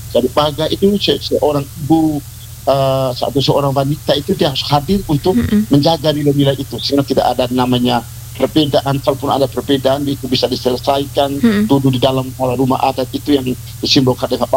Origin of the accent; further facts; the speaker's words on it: Aimere, East Nusa Tenggara, Indonesia; contoh saya itu dari Aimere.